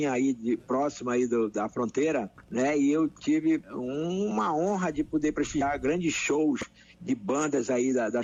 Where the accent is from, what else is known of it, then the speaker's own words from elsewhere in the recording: Manaus, Amazonas, Brazil; also born or lived in Nova Olinda do Norte, Brazil; Eu sou natural de Nova Olinda do Norte, no interior do Amazonas, mas com poucos dias de nascido, meus pais retornaram a Manaus, então eu sou muito mais manauara que novolindense, né? Eu fui praticamente adotado por Manaus. Então, quando criança ainda, com poucos dias de nascido, eu retornei a Manaus, mas eu nasci em Nova Olinda